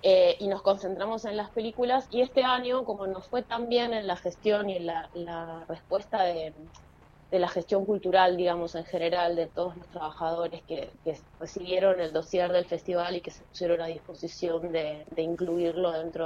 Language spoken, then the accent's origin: Spanish; Buenos Aires, Argentina; now in Bariloche, Argentina; migré a Bariloche y entonces siempre estoy descubriendo qué tan porteña soy, básicamente.